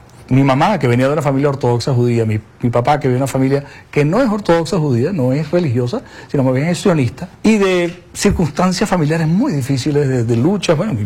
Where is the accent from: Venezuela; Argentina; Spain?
Venezuela; also born or lived in Israel; Y nací en Israel en el año 52, en el 53 y medio. Me trajeron a Venezuela, mi papá vino.